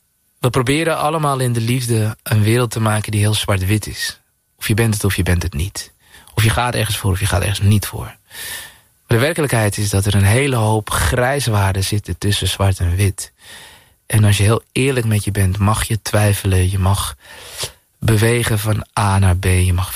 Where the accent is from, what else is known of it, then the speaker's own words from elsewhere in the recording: Zaandam, North Holland, Netherlands; En nou ja, de plek waar ik vandaan kwam, Zaandam, was niet de meest heilige plek.